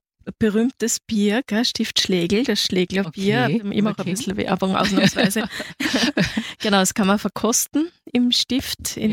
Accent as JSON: {"language": "German", "town": "Oberkappel", "region": "Upper Austria", "country": "Austria", "tie": "born or raised there", "also_born_or_lived": "Linz, Austria", "said": "ich bin in Linz geboren, aber im Mühlviertel aufgewachsen und bin eine typische Grenzlandbewohnerin. Also durch unseren Ort Oberkappel ist oder geht immer noch die Landesgrenze."}